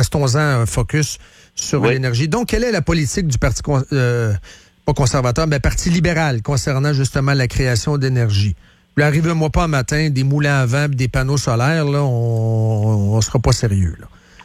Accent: Quebec, Canada; On est des Québécois, vous et moi, puis on lui pose la question.

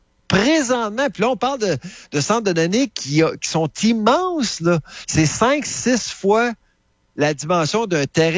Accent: Canada; parce que moi, je suis Canadien. Au Canada, on a un système public.

